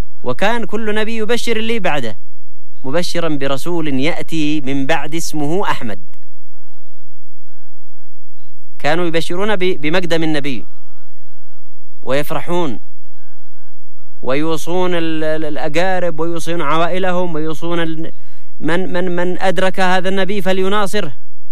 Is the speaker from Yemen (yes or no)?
yes; Yemen; وأنا عايشين عندنا في اليمن